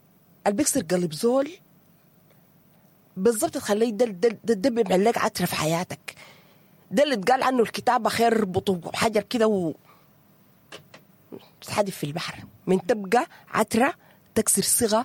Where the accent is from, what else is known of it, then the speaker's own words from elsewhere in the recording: Sudan; احنا كسودانيين متعودين على الاحتزار